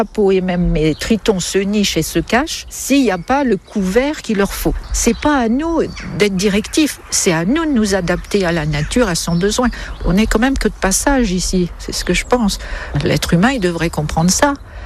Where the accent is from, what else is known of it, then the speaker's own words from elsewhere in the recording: Mayenne, Pays de la Loire, France; born there; moved away; je suis née en Mayenne, dans un milieu qui est très rural, où mes grands-mères avaient des beaux jardins.